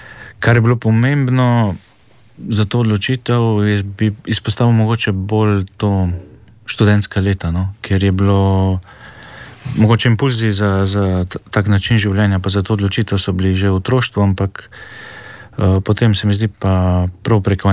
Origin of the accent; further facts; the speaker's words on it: Ljubljana, Central Slovenia, Slovenia; Rojen sem davnega leta 1988. Tako da odraščal sem v Ljubljani, ja, v župni Ljubljana Dravlje, kot prvi od štirih otrok.